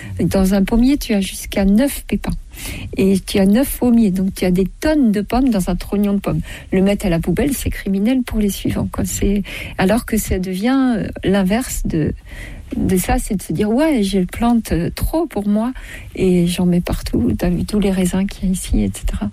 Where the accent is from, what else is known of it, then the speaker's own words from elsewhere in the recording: Paris, Île-de-France, France; born there; moved away; Moi, je suis née à Paris.